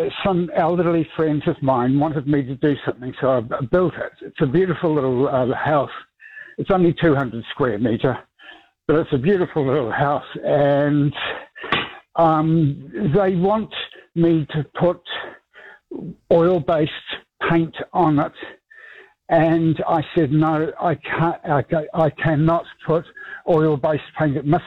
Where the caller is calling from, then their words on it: New Zealand; I'm a New Zealander.